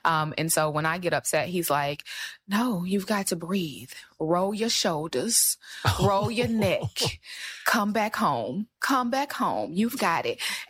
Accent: Alabama, United States; born there; I was born in Alabama.

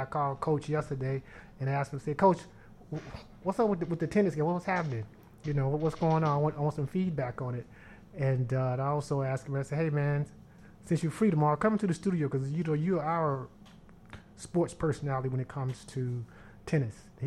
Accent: Little Rock, Arkansas, United States; growing up in East Little Rock, the East End.

